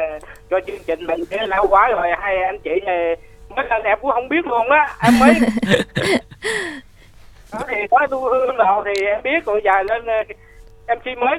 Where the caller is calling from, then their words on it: Bac Lieu, Cà Mau, Vietnam; đến từ phường Bạc Liêu của tỉnh Cà Mau nữa